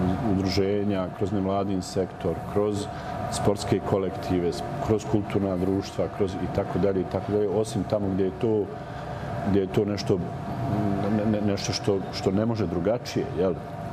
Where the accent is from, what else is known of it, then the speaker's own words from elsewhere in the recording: Jajce, Federation of Bosnia and Herzegovina, Bosnia & Herzegovina; Ali, kod nas u Jajcu je vrlo malo toga što je podijeljeno, što je paralelno